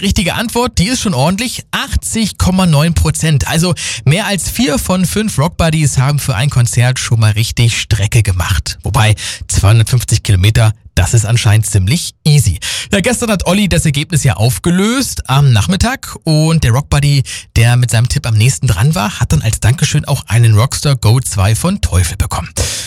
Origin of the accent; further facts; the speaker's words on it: Lower Saxony, Germany; Ich komme ja selbst aus der Lüneburger Heide